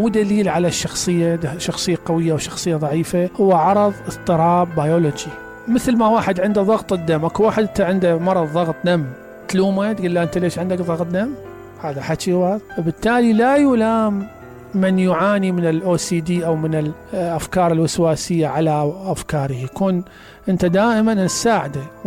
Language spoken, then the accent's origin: Arabic; Basra Governorate, Iraq; لا بأس ان واحد يراجع الأطباء اللي عندنا بالبصرة